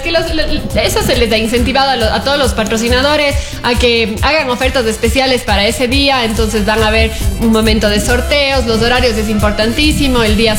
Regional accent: Cuenca, Azuay, Ecuador; accent: Cuencano sing-song; yo soy una cuencana

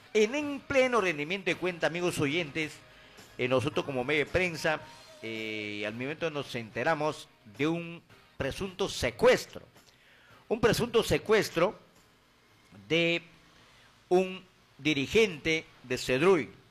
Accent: Peru; siempre defiendo a mi pueblo, llamado Perú, y a mi pueblo, y a mi región donde vivo

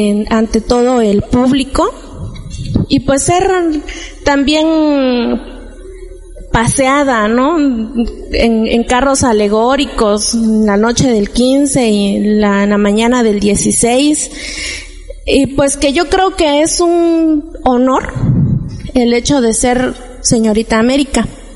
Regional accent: Santa Cruz Jocotlán, Jalisco, Mexico; para nosotros como mexicanos es de gran trascendencia y de relevancia el festejar y el dar honor a nuestros héroes que nos dieron patria y libertad. Y bueno, en nuestro pueblo Santa Cruz Jocotlán

